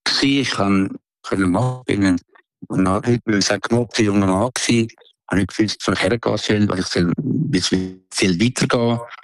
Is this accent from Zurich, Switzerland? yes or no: yes; Zurich, Switzerland; Ich bin aufgewachsen in Eugschem Albis, in ärmlichen Verhältnissen. Wir haben einen Bauernhof gehabt